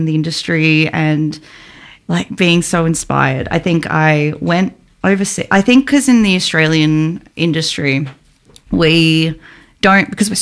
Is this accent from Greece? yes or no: yes; Greece; I was very, very lucky to be able to perform in Greece and my home country. It was more so as an opportunity for my family over there to come watch me.